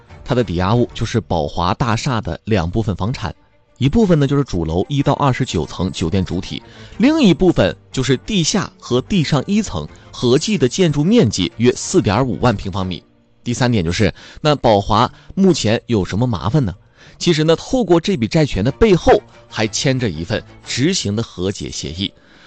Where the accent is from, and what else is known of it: Haikou, Hainan, China